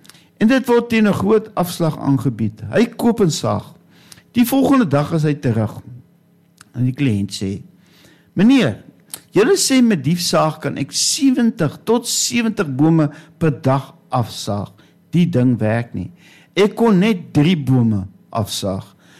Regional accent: Northern Cape, South Africa; accent: Namaqualand Afrikaans; ek ken het dus met my Namakolandse taal

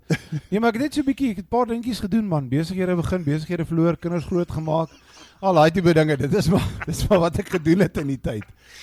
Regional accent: Centurion, Gauteng, South Africa; daar in Centurion, of Churras, soos hulle van praat, vir Woordburg, waar ek vandaan kom, hy is nou staan op bekend as Centurion.

